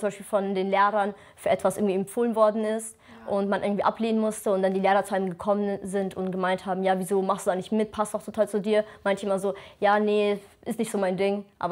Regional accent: Germany; also born or lived in Kosovo; Wir kommen aus dem Kosovo und ich habe noch 2 kleinere Schwestern, die wurden in Deutschland geboren, aber ich bin halt auch im Kosovo geboren und wurde dann als Kleinkind, bin ich dann hier nach Deutschland gekommen und seitdem lebe ich jetzt hier.

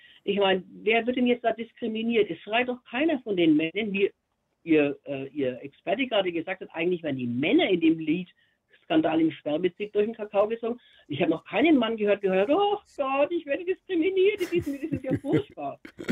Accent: Feucht, Bavaria, Germany; Ja, nein, ich bin aus Feucht. Also als Jugendliche, weil wir noch in der Schule waren, da waren wir natürlich die ganze Zeit auf der Bergkirchweih.

